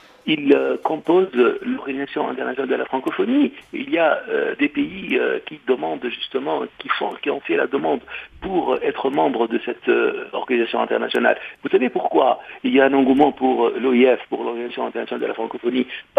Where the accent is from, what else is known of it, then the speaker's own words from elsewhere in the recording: Tunisia; En tant que Tunisien, passionné par cette dynamique culturelle qui a eu lieu en Tunisie.